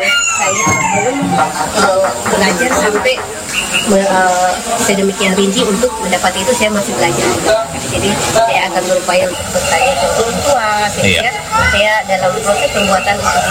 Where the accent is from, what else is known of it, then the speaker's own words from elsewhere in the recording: Papua, Indonesia; kami orang Papua.